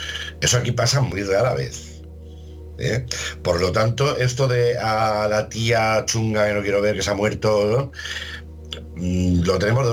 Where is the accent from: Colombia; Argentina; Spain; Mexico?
Spain; Y soy español.